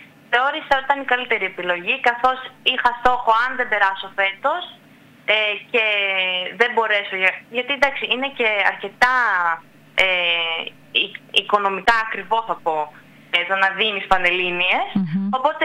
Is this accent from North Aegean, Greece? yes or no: yes; Fournoi, North Aegean, Greece; ενός παιδιού που ζει στους Φούρνους.